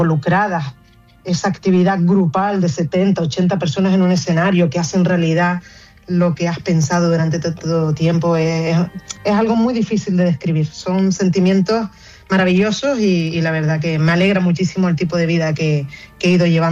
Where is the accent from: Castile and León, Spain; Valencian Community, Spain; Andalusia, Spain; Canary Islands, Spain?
Canary Islands, Spain